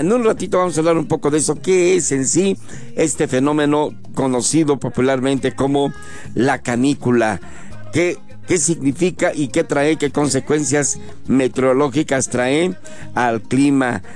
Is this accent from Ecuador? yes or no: no; Mexico; En otras cosas los mexicanos somos mejores